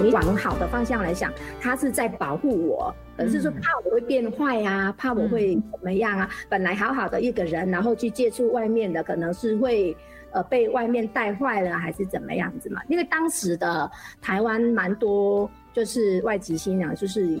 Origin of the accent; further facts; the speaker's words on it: Vietnam; Chinese is a second language; moved away; 那语言讲的是没有问题，可是写字对我们越南人来说，对我个人来说，写字还是一个到现在还是在努力当中的一个方面嘛。